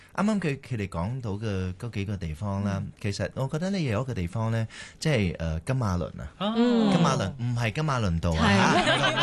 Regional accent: Ipoh, Perak, Malaysia; also born or lived in Malacca / Penang / Kuala Lumpur; 因為我係馬六甲出世嘅，係啦，咁我喺馬六甲出世啦，咁跟住就由細即係讀幼稚園咧，就搬咗入去怡保啦，咁就喺怡保咧就讀到Form Two

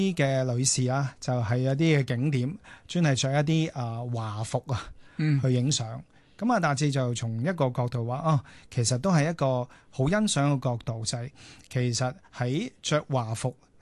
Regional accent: Hong Kong; 我哋香港人

